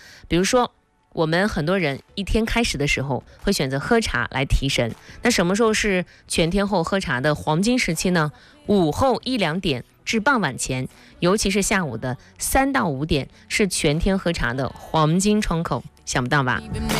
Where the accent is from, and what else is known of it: Jinan, Shandong, China